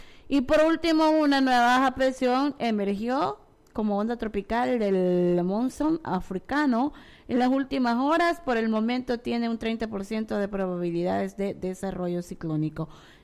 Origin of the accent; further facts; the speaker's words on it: Santa Rosa de Lima, La Unión, El Salvador; acá Santa Rosa de Lima, allá por el cantón de donde yo soy